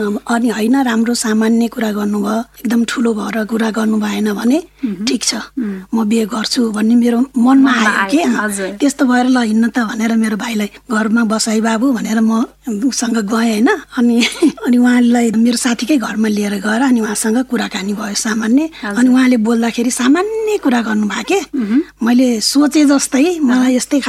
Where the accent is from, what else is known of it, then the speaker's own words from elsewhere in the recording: Pokhara, Gandaki Province, Nepal; कुमारी मुहाँको कोखबाट 2024 साल मङ्सिर 9 गते जन्म भएको हो। मेरो जन्मस्थान लेक साइड भन्छ, बैदाम पोखरा।